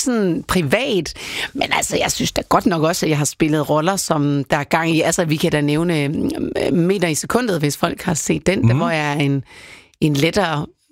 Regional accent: Skanderborg, Central Denmark Region, Denmark; jeg kommer jo fra Skanderborg, jeg kommer fra Jylland.

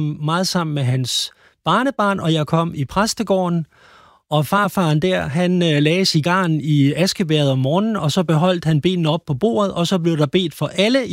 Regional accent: Herlev, Capital Region of Denmark, Denmark; der var en præst i Herlev, hvor jeg kommer fra

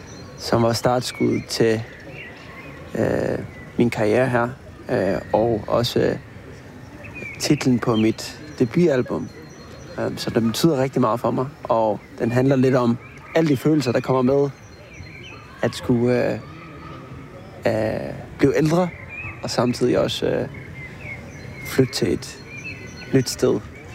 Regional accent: Saltangará, Eysturoy, Faroe Islands; moved away as an adult; now in Copenhagen, Denmark; jeg flyttede fra min hjemby, Saltangará, på Færøerne, til storbyen København.

